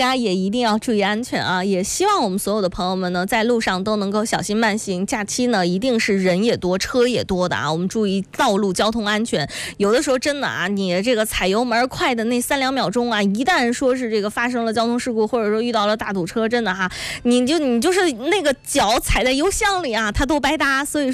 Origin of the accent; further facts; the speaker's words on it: Weihai, Shandong, China; now in Jinan, China; 我老家呢是山东威海的地地道道的威海姑娘啊，